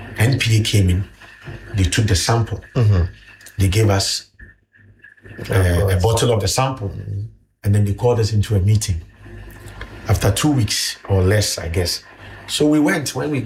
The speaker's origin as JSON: {"language": "English", "country": "Ghana", "said": "as a Ghanaian citizen"}